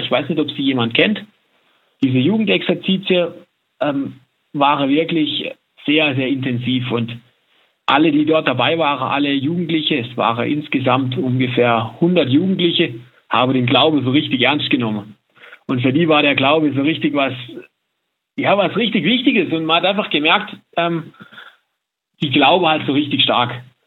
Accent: Baden-Württemberg, Germany; moved away as an adult; now in Salzburg, Austria; Wir sind am Land aufgewachsen, im Hochschwarzwald bei uns. Da gibt es eben eine sehr ländliche Gegend. Wir hatten sehr viel Gelände ums Haus rum und Platz.

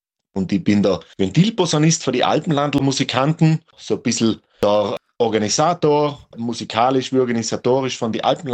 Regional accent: Klobenstein, Trentino-Alto Adige, Italy; accent: South Tyrolean; Ja, der Dialekt kommt aus Südtirol. Ich bin ein gebürtiger Rittner, das ist ein bisschen oberhalb von Bozen, genauer gesagt in Klobenstein bin ich wohnhaft, dort geboren.

